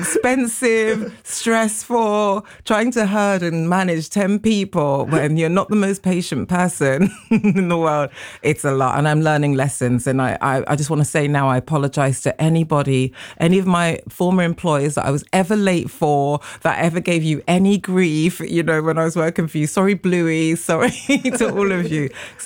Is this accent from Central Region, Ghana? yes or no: no; Ashanti, Ghana; a proud Ghana woman, a proud Ashanti woman?